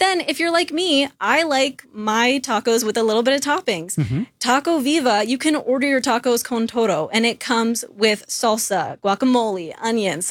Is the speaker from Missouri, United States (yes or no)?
no; San Diego, California, United States; now in Phoenix area, United States; I am from San Diego. I lived 15 minutes from the border.